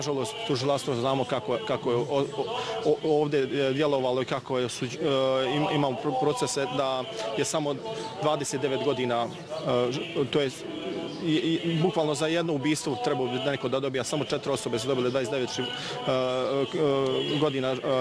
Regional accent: Bratunac, Republika Srpska, Bosnia & Herzegovina; Da, u Bratuncu ja živim, ja sam reči iz Bratunca.

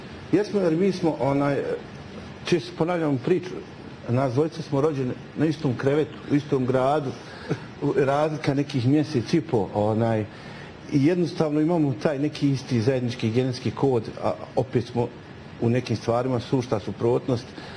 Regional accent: Sanski Most, Federation of Bosnia and Herzegovina, Bosnia & Herzegovina; Mi jesmo u Sanskom mostu, dolazimo iz Sanskog mosta

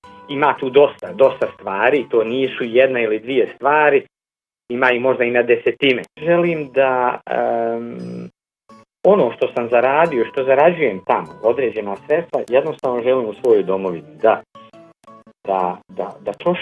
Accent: Bosnia & Herzegovina; born there; ja sam rođen ovdje, u Bosni i Hercegovini, znao sam nešto i u kulturi, naravno poznajem jezik

